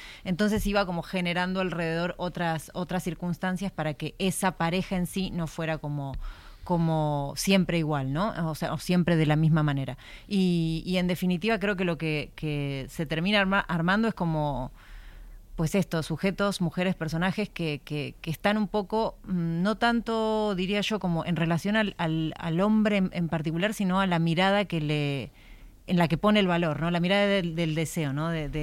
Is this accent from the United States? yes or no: no; Argentina; Yo soy argentina y escribo cuento. así le decimos.